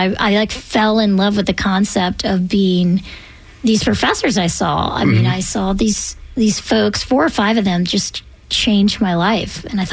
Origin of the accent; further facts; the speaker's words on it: Tallahassee, Florida, United States; moved away as an adult; growing up in Tallahassee